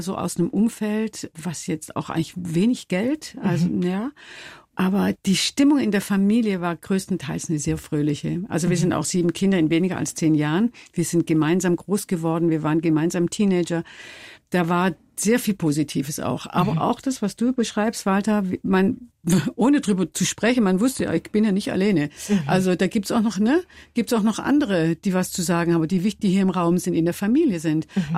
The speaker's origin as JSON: {"language": "German", "region": "Baden-Württemberg", "country": "Germany", "tie": "born or raised there", "said": "Ich komme aus dem Schwarzwald, mein Vater war Schuhmachermeister. Meister. Meine Mutter war Hausfrau, hat durch den Krieg den Beruf, den sie lernen wollte, nie erlernen können."}